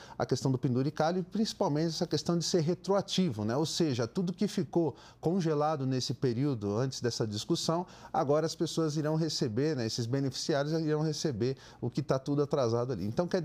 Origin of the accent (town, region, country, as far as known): Brazil